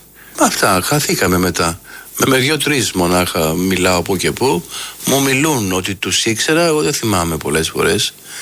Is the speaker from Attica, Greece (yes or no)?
yes; Piraeus, Attica, Greece; Εγώ μεγάλωσα στον Πειραιά και οφείλω πολλά, στο λόφο του Βόκου. Και μετά πήγα σε άλλη περιοχή, εσωτερικά, κοντά στην πλατεία Μέμου και στο κρατικό νοσοκομείο της Νίκαιας. Εκεί πήγα 13 χρόνων.